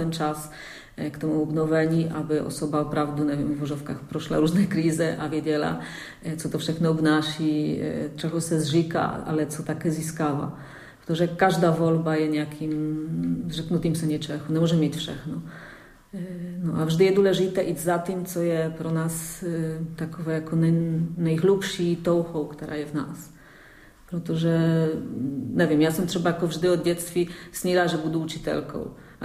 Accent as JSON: {"language": "Czech", "country": "Poland", "second_language": "Czech", "lives_now": "Czech Republic"}